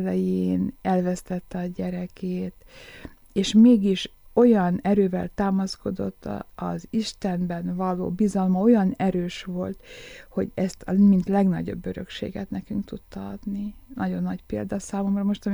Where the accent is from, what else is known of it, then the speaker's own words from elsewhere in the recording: Békés, Hungary; born there; akkor, mikor befejeztem az egyetemet, és visszamentünk Békésre